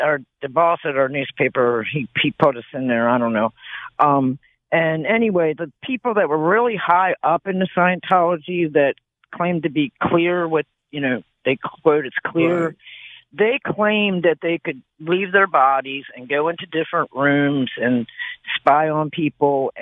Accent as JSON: {"language": "English", "town": "Baltimore", "region": "Maryland", "country": "United States", "tie": "born there", "said": "I was born in Baltimore, and I've been to Fort Belvoir before."}